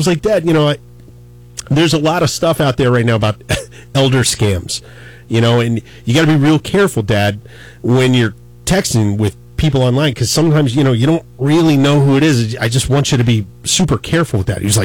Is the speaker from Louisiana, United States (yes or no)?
yes; New Orleans, Louisiana, United States; I'm from New Orleans originally. You may have picked up a carpetbagger with my accent